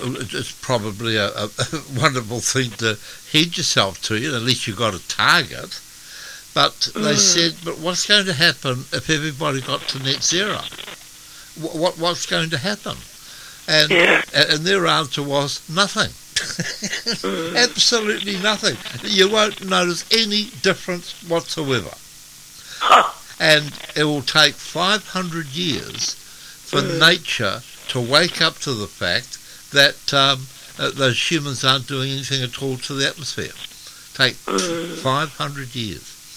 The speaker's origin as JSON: {"language": "English", "region": "South Island", "country": "New Zealand", "tie": "born or raised there", "moved": "yes", "said": "I was brought up in the South Island"}